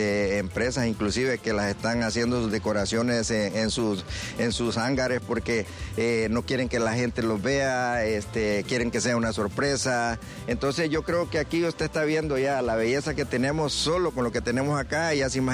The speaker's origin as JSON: {"language": "Spanish", "town": "Puerto Cortés", "region": "Cortés", "country": "Honduras", "said": "nosotros como porteños"}